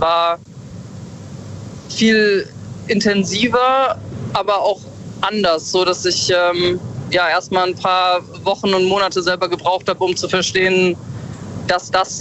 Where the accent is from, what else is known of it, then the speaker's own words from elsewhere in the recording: Bad Kreuznach, Rhineland-Palatinate, Germany; Ich komme ursprünglich aus der Ecke Bad Kreuznach.